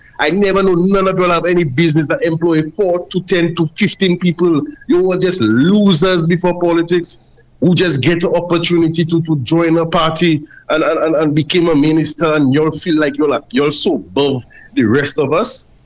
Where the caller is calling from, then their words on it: Castries, St. Lucia; I'm from Central Castries